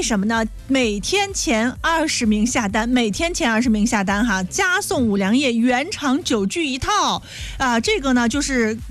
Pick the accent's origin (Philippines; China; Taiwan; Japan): China; Shandong; 对于咱们山东人来说啊